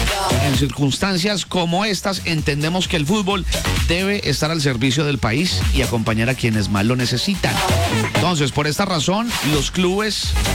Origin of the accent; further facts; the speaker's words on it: Colombia; nosotros los colombianos